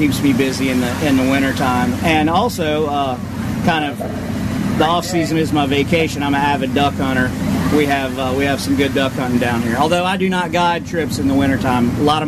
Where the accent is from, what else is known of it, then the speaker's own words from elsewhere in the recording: Cowan, West Virginia, United States; I grew up in Webster County. I grew up in the town of Cowan. My mom's family is longtime Webster County folks.